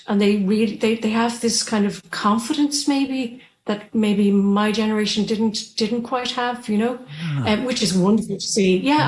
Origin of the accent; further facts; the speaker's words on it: Ireland; Because I grew up in Ireland